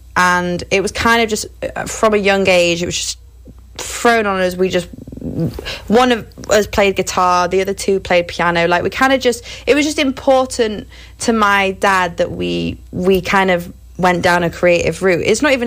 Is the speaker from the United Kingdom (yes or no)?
yes; North West England, United Kingdom; Grew up in Cheshire, which is like a little bit outside of Manchester.